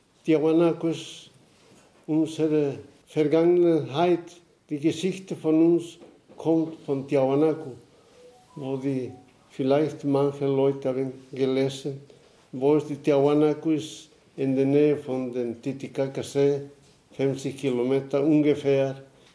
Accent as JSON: {"language": "German", "country": "Bolivia", "tie": "born or raised there", "first_language": "Aymara", "second_language": "German", "moved": "yes", "said": "Ich würde in meine Muttersprache, Aymara-Sprache, ich bin Aymara"}